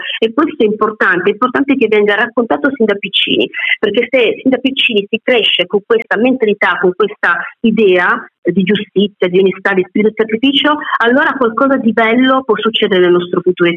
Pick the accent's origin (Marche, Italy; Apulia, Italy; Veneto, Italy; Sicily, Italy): Sicily, Italy; Mi hanno fatto anche capire da siciliana che purtroppo attualmente siamo ancora in minoranza, però ci siamo.